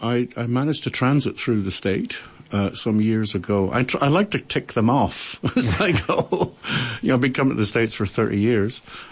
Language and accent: English; Scotland, United Kingdom; I grew up in Scotland, parents Scottish also, but if you go one step beyond that, it's we're firmly planted in Ireland.